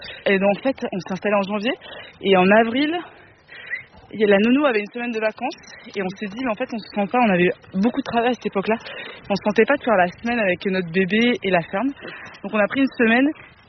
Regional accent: Centre-Val de Loire, France; On s'est installé loin de notre famille, moi je viens du Loir-et-Cher et mon conjoint il a grandi en région parisienne

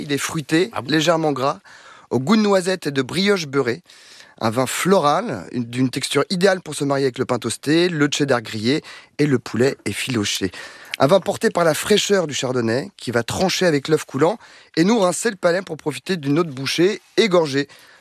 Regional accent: France; on est des Français, on n'a pas forcément du bacon dans son frigo

